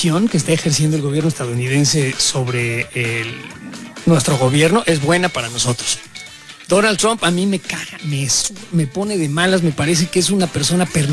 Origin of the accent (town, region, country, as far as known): Mexico